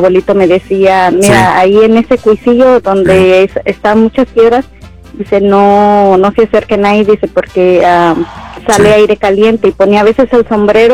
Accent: Guanajuato, Mexico; moved away; está como cerrito entre Salvatierra y mi pueblito, está en medio.

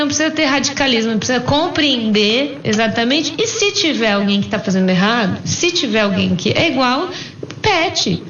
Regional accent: Americana, São Paulo, Brazil; Eu sou de Americana

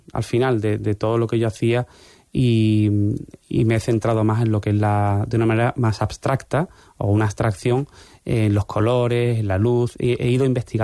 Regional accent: Algeciras, Andalusia, Spain; somos de Algeciras, el mar, el cielo

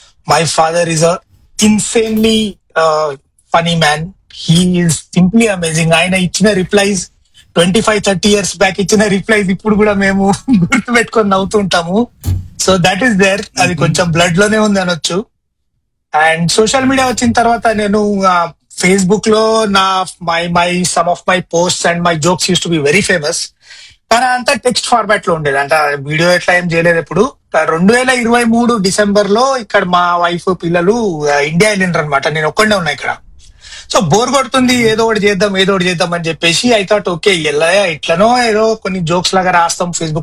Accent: Hyderabad, Telangana, India; moved away as an adult; also born or lived in Secunderabad; now in United States; మొత్తం journey from Hyderabad to Secunderabad అంతే ఉంది. And few around 14 years back I came to the US. దానికంటే ముందు మొత్తం పుట్టి పెరిగింది, Born bread and buttered in Hyderabad.

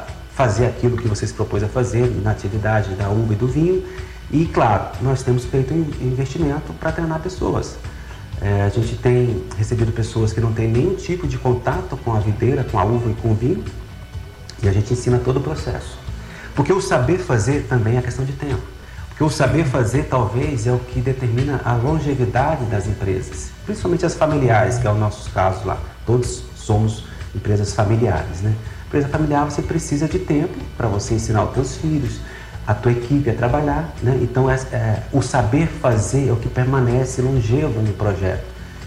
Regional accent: Catalão, Goiás, Brazil; born there; now in Brasília, Brazil; Eu nasci em Catalão, Goiás, 300 quilômetros daqui, mas vim para cá jovem, né?

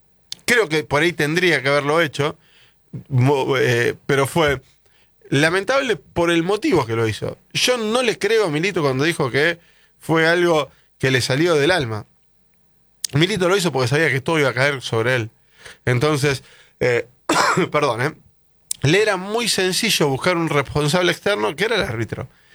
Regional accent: Buenos Aires, Argentina; Es Buenos Aires, pero para nosotros, para ellos, nosotros somos los porteños.

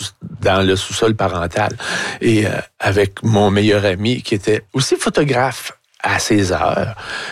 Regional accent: Montreal, Quebec, Canada; je viens aussi de là. Mm-hmm. Sauf que je venais d'ailleurs, moi. Je venais du sous-sol de Montréal-Nord où, dès l'enfance, j'achetai

